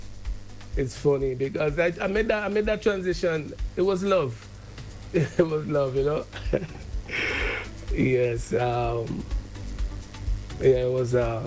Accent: Windsor Forest, Saint David, Grenada; moved away as an adult; now in Ireland; growing up in Windsor Forest, you know, has shaped me to the person that I am today.

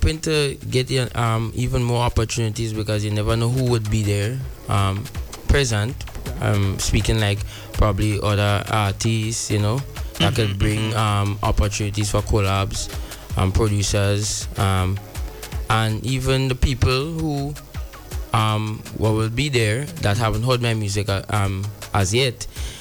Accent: Saint David, Grenada; I'm from St. David's. Beaten St. David's.

